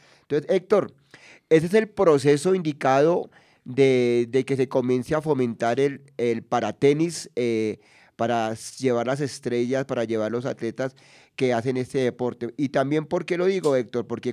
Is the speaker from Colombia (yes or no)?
yes; Colombia; nuestro país como sede organizadora